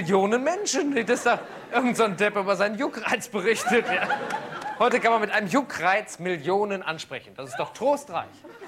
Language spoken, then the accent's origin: German; Düsseldorf, North Rhine-Westphalia, Germany; Ich komme ja aus Düsseldorf und. Habe ich schon schlimmer erlebt hier. Und Düsseldorf ist ja irgendwie so ein bisschen so die schicke Stadt, hält sich zumindest so dafür.